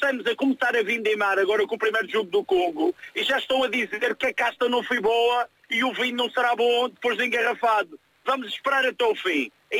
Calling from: Madeira, Portugal; aqui na Madeira, costumo dizer que sou descendente daqueles navegadores bravos do século XV

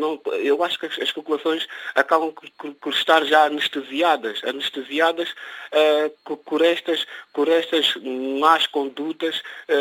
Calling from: Guinea-Bissau; principalmente da Guiné-Bissau, que é o meu país de origem

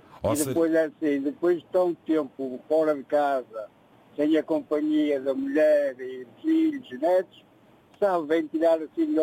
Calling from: Vila Nova de Gaia, Porto, Portugal; Eu sou de Vila Nova de Gaia, Porto.

